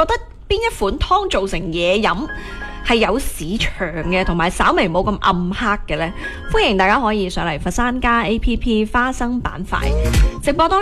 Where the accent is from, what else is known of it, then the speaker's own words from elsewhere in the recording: Guangdong, China; 我哋作為老廣啊，即係 local 嘅廣東人